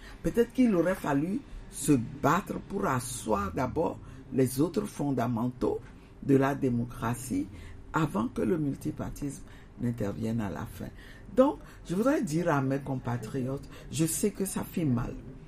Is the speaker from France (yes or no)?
no; Lomé, Maritime, Togo; je viens d'Agbalépédo aussi